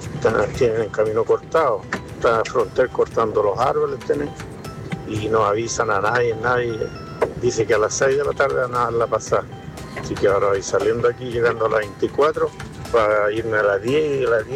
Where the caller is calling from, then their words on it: Chile; Yo vivo en Caivico, la faja 15 más o menos